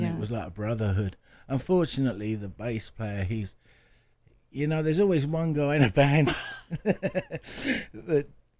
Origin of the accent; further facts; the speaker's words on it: Luton, East of England, United Kingdom; born there; moved away; also born or lived in Lowestoft / London; I bumped around in a bunch of bands in London because I was born in Luton